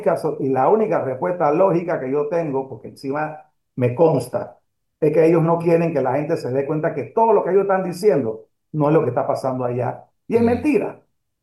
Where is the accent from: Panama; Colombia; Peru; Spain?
Panama